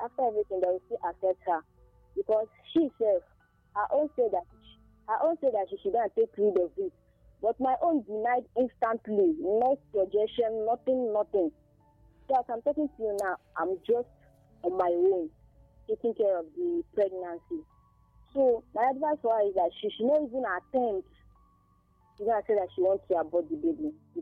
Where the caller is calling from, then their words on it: Nigeria; I'm calling from Abuja in Kano West.